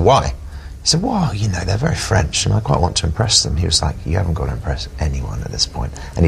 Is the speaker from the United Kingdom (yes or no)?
yes; England, United Kingdom; I'm too English